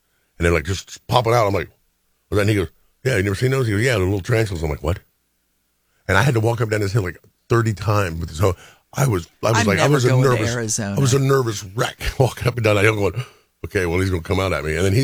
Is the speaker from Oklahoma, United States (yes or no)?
no; Indiana, United States; I'm a kid from Indiana.